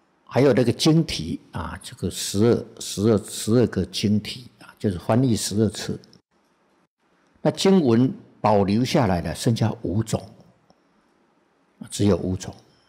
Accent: China; 我们中国人读起来不顺口

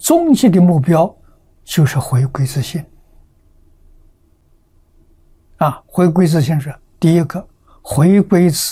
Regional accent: China; 我们生在中国不认识中国

